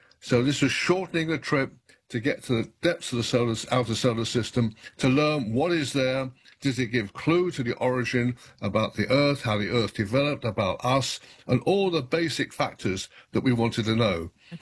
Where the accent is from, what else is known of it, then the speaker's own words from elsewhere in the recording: United Kingdom; moved away as an adult; now in United States; 70 when I came to America from Oxford, started working at JPL, then submitted a proposal, and somehow, out of the thousands that wanted to be involved, I was chosen the only British person at that stage ever to be selected.